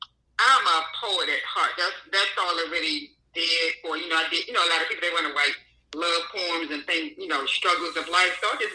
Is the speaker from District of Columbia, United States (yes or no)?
yes; Washington, District of Columbia, United States; moved away as an adult; now in Atlanta, United States; I'm originally from Washington, D.C. I've been in Atlanta, Georgia for a little over 25 years.